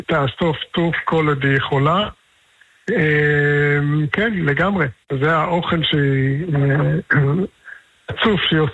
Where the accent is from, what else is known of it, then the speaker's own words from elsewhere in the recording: Mishmar HaEmek, Northern District, Israel; ובתור מי שגדל לא בכפר בילו, אלא במקרה דווקא במשמר העמק, במקור אני ממשמר העמק … ממשמר העמק.